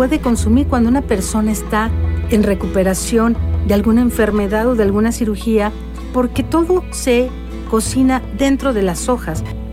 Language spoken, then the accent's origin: Spanish; Mexico City, Mexico; Yo vengo de Xochimilco y soy cocinera chinampera